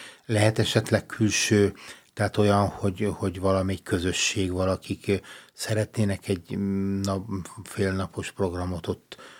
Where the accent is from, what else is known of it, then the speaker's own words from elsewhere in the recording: Budapest, Hungary; azért szokták azt mondani, hogy ez a budai elit negyed, ilyen a másik végén, a Szent Imre környékén nőttem föl